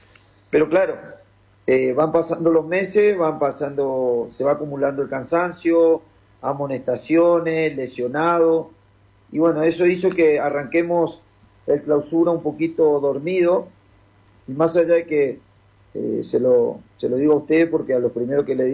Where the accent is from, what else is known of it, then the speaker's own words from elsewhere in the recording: Reconquista, Santa Fe, Argentina; also born or lived in Spain; now in Peru; soy argentino, soy de Reconquista, pero hace 24 años que vivo en España. Uh-huh. Ahora hace 3 años, 4 que estoy acá en Perú por motivos laborales